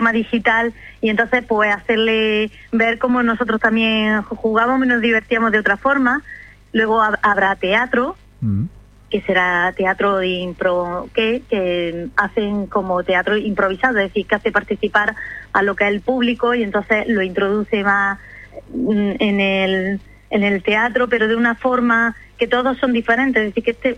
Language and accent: Spanish; Almería, Andalusia, Spain; cómo somos los almerienses